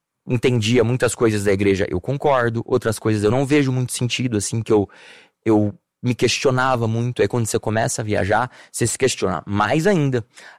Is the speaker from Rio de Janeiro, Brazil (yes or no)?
yes; Rio de Janeiro, Brazil; born or raised there